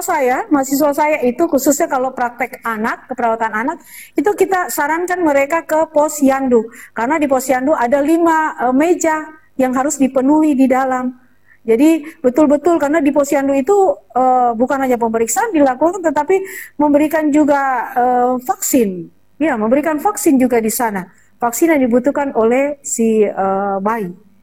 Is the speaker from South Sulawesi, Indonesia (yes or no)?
yes; Parepare, South Sulawesi, Indonesia; Kita ini orang Pare-Pare ini banyak ikan.